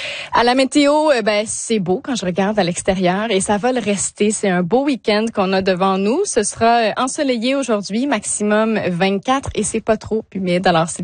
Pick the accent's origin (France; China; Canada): Canada; also born or lived in Prince Edward Island; on a ça chez nous, au Canada